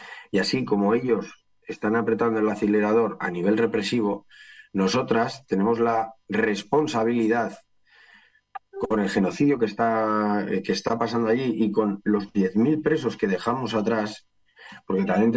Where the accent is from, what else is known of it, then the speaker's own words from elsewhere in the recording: Basque Country, Spain; nosotras fuimos como delegación vasca